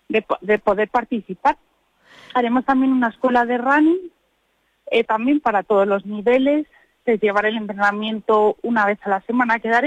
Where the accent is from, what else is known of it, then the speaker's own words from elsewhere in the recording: León, Castile and León, Spain; now in Almodóvar del Pinar, Spain; ahora que estamos aquí en Almodóvar, yo soy de León